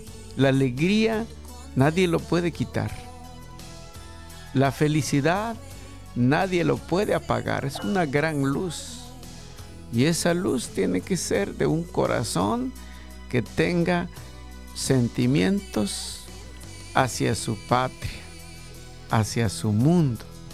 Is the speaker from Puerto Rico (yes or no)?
no; Mexico; los mexicanos tenemos un detalle